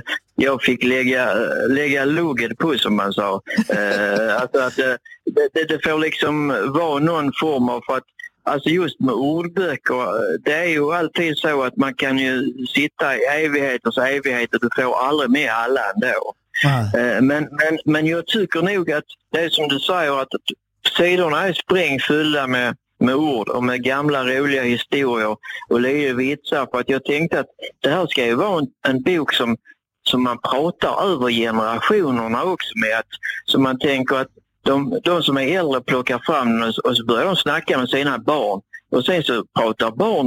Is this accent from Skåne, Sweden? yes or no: yes; Hagestad, Skåne, Sweden; Hagestad där jag växte upp, det ligger ju ganska nära Bornholm så att säga.